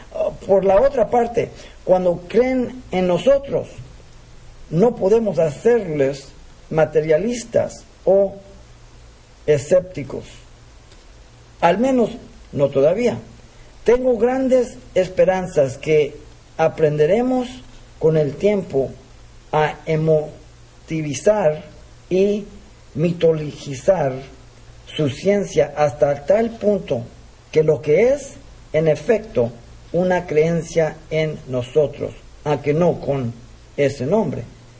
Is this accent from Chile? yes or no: no; Mexico City, Mexico; born there; Yo nací en México, la capital. Yo fui creado como católico.